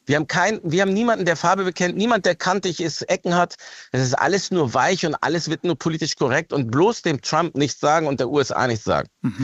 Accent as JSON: {"language": "German", "country": "Germany"}